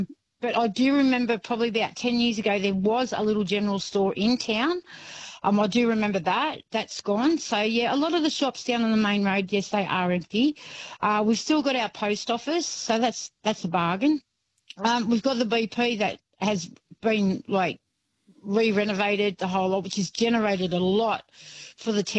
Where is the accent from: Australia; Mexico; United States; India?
Australia; Penrith, New South Wales; now in Tullamore, Australia; And what Penrith.